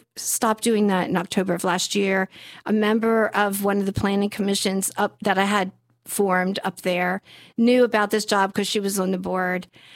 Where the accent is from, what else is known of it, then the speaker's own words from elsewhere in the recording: New Jersey, United States; also born or lived in Dayton, Ohio; now in Michigan, United States; And I am not a Michigander, which my husband always teases me about. I'm actually from New Jersey.